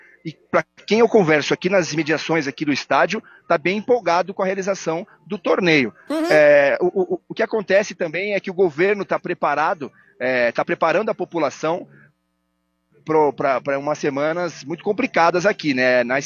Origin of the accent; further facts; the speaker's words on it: Brazil; quando eles percebem que a gente é brasileiro, eles já falam do Pelé